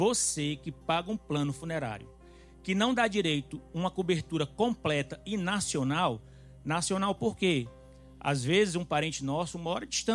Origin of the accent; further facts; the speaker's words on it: Fortaleza, Ceará, Brazil; sou de Fortaleza, tá certo?